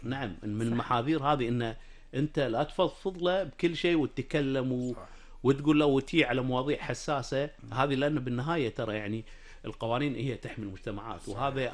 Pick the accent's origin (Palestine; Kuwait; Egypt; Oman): Kuwait; إحنا كمجتمع كويتي وبالكويت